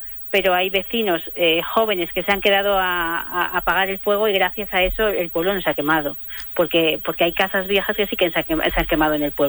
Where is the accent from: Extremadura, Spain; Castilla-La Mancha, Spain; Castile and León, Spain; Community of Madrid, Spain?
Castile and León, Spain; Fariza; Fariza, mi pueblo es Fariza, sí.